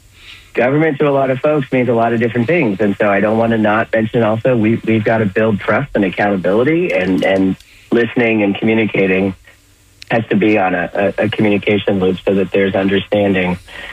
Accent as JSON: {"language": "English", "region": "Florida", "country": "United States", "said": "I'm from Florida."}